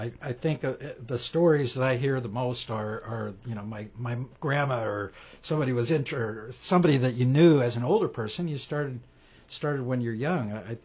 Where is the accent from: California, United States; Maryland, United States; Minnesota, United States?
California, United States; Redding